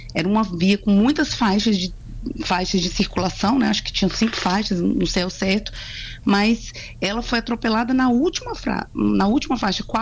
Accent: Brasília, Federal District, Brazil; moved away as an adult; now in Espírito Santo, Brazil; Eu sou de Brasília, né? Eu não sou daqui do estado.

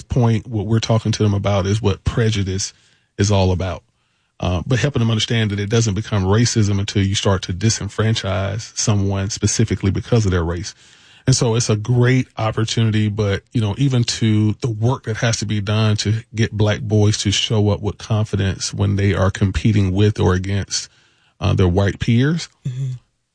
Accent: Atlanta, Georgia, United States; moved away; I was born and raised in the Bankhead community and just recently moved back there at age 50, along with my wife, Kelly.

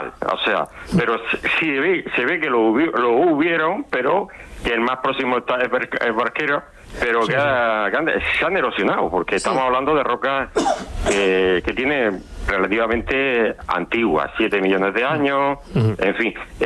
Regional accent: Molina de Segura, Region of Murcia, Spain; Tengo el corazón partido. Yo soy de Molina de Segura.

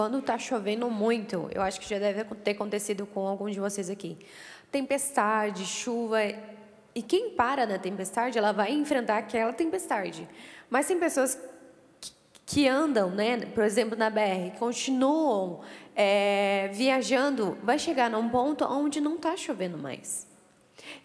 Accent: Southern Brazil, Brazil; moved away; Nós que somos lá do sul, a gente gosta mais do frio

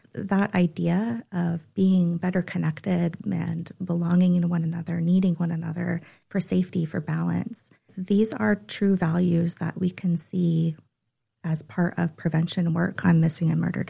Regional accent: Anchorage, Alaska, United States; My family, we grew up here in Anchorage, but my mom is Tlinka Ononangach, and then my dad is from Appalachian, Ohio.

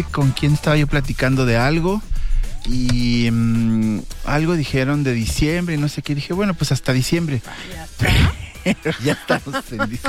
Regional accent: Mexico; bueno, no lamentablemente, pero así somos los mexicanos, nos guiamos por la comida.

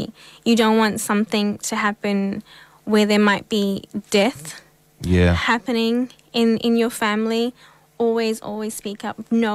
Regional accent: South Africa; now in Australia; I'm South African. I grew up around this.

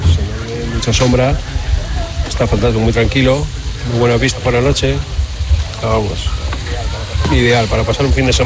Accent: Manzanares el Real, Community of Madrid, Spain; Yo soy de Manzanares el Real y desde Manzanares el Real ya por la noche se ve la contaminación lumínica de Madrid capital y se ven bastante menos.

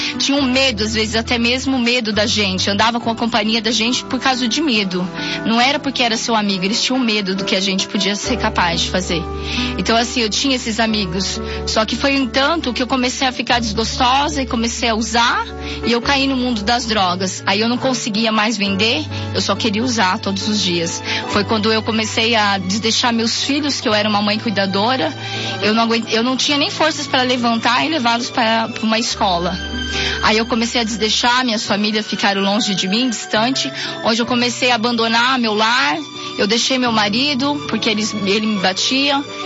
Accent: Bom Jesus dos Perdões, São Paulo, Brazil; sou da cidade de Bom Jesus Perdões, no interior de São Paulo.

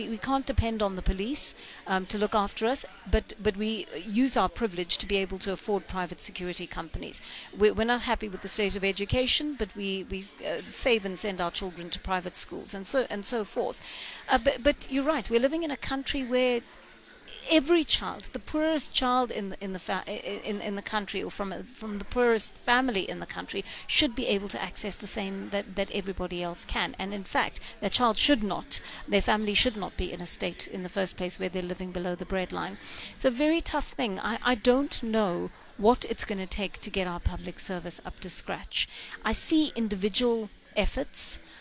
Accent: South Africa; It's almost become a culture to us as South Africans

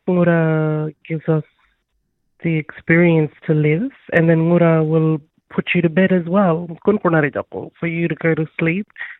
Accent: Mimili, South Australia, Australia; born there; I'm from Mimli community. Arnungu Kidindara Yankunjara lands in Central Australia.

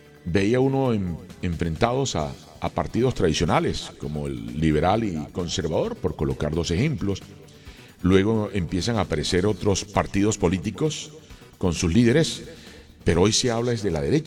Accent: Colombia

